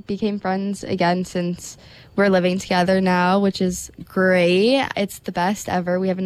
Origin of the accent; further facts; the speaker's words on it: Toronto, Ontario, Canada; moved away as an adult; now in Halifax, Canada; I'm from Toronto